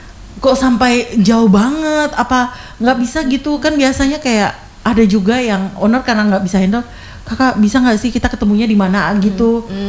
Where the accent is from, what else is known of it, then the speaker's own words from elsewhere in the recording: Blora, Central Java, Indonesia; Pendatang juga nih, aku dari Blora.